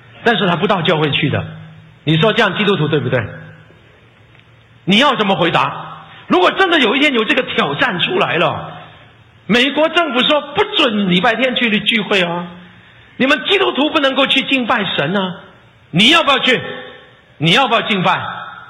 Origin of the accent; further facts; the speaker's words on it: China; 其实特别是我们，我真的讲特别我们是中国人呢、啊，在我们中国啊